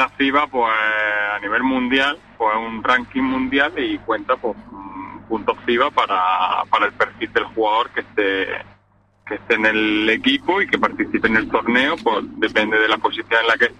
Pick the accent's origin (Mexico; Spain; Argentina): Spain; Campohermoso, Andalusia; yo soy de Campohermoso